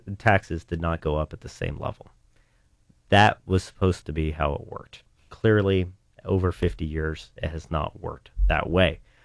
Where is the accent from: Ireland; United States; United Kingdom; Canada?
United States; Ohio; And I'm originally from Eastern Ohio, so I didn't really have ties to the Central Ohio area